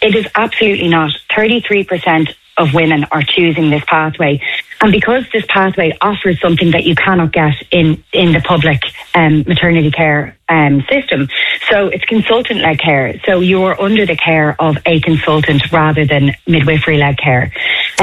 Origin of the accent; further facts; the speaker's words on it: Ireland; You know, as an Irish woman, we've battled for choice for long enough.